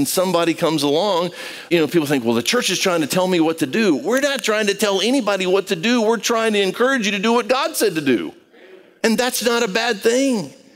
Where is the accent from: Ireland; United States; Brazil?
Brazil; I grew up in Brazil, so that's coffee.